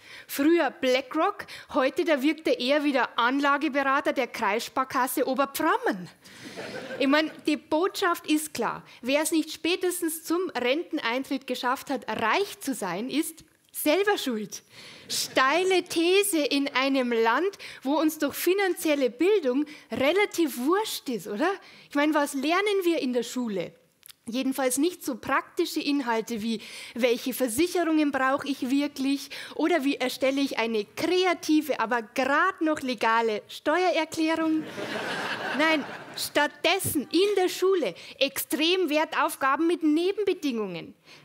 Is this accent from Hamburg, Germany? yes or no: no; Munich, Bavaria, Germany; Ja, hallo Berlin. Ich freue mich sehr, dass ich heute da sein darf. Ich komme aus München.